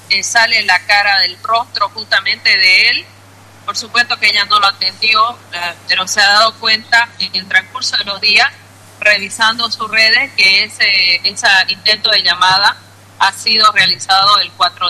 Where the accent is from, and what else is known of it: Bolivia